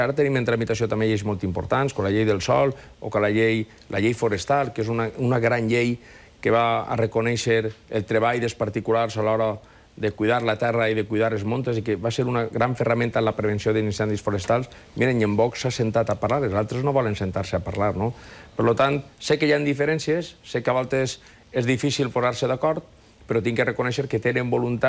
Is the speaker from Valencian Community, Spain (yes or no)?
yes; Valencian Community, Spain; Jo, com a valencià, crec que tots els valencians són gent molt hospitalària, que són gent molt alegre